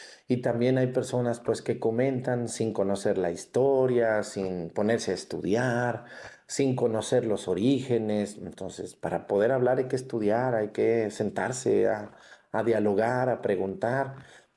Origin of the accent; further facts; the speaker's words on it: Mexticacán, Jalisco, Mexico; moved away; yo soy de Mexicacán y ahí mucha gente me quiere, me apoya, me anima.